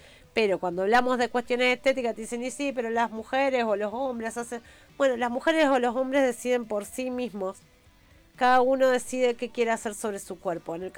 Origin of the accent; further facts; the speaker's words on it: Argentina; como argentinos, como argentina que soy